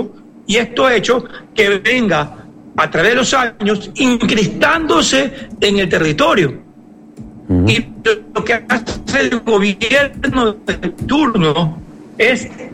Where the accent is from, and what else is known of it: Ecuador